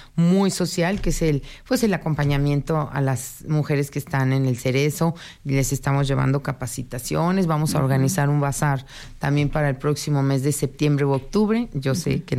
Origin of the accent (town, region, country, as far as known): Aguascalientes, Mexico; born or raised there